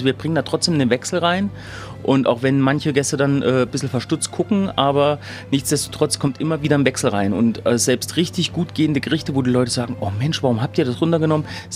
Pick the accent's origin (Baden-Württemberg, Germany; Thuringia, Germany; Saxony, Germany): Thuringia, Germany; Oberhof; born there; accent: Berlin influence; also born or lived in Berlin; ich bin gebürtiger Oberhofer.